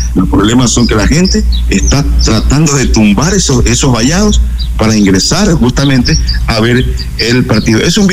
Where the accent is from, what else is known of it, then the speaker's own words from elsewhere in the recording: Ecuador; Nosotros, como ecuatorianos, somos la tricolor